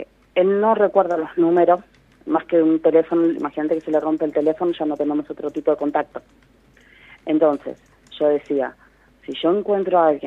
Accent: Buenos Aires, Argentina; moved away as an adult; Yo soy de Buenos Aires.

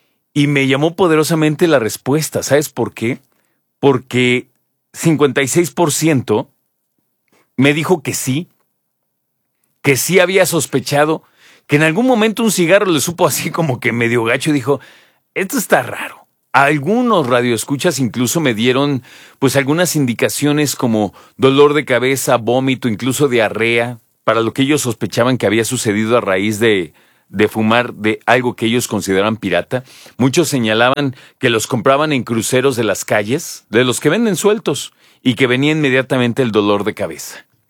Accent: Mexico; si yo como mexicano cuando voy a otro país

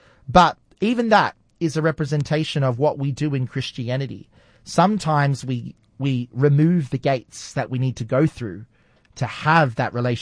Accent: Australia; now in United States; I don't sound American and neither do you, because we are living in America and we've been here for 17 years, but we're from

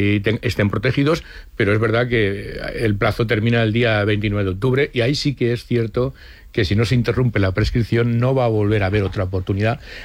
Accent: Valencian Community, Spain; tanto Javier Plaza como yo somos valencianos

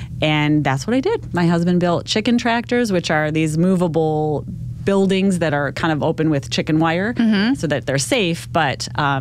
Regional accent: New York, United States; So my family's from New York, and that's where I was born and raised.

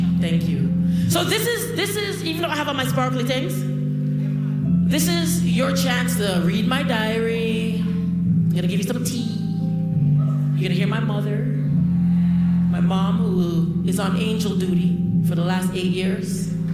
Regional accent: Toronto, Ontario, Canada; And I'm from Jane and Finch.

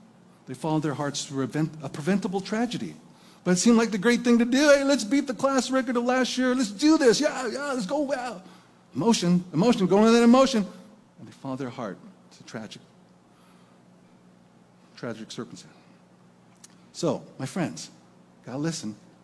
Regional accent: Napa, California, United States; end of the month back to Napa, California, my hometown.

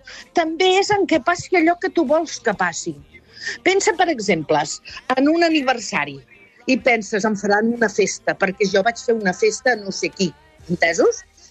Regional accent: Catalonia, Spain; Jo sóc del Vallès, visc a Martorelles

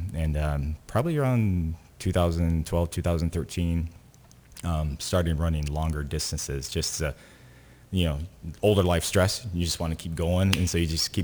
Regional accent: Detroit, Michigan, United States; now in Champaign, United States; But typically, I come from Detroit. I'm wearing my Detroit shirt today. But Detroit turkey trot, I always ran every year.

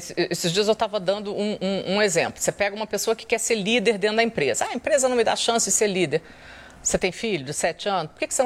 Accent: Rio de Janeiro, Brazil; Eu sou do Rio

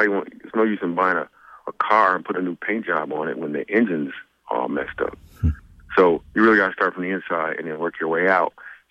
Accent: Grand Rapids, Michigan, United States; We grew up in Grand Rapids, Michigan.

